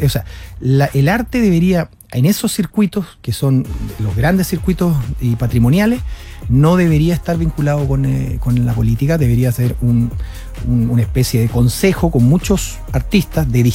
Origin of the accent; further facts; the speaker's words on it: Chile; es un efecto que nosotros como chilenos tenemos que incorporar